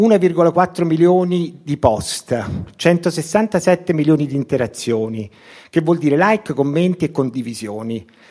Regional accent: Naples, Campania, Italy; non lo dico in quanto napoletano, ma è vero.

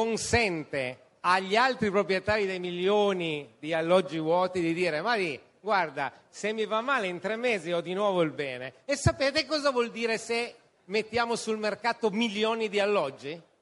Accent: Turin, Piedmont, Italy; io sono di Torino

